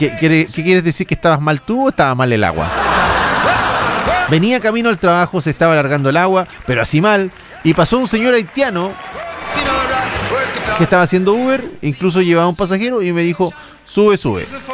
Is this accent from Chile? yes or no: yes; Chile; Pero como soy chileno